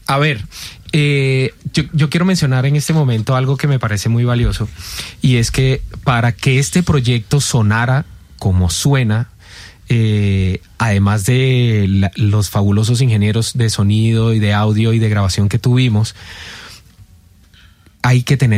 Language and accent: Spanish; Camagüey, Cuba; Yo soy de Camagüey, es un pueblo que queda en la parte centro oriente de Cuba. Viene siendo como el Villavicencio de Cuba.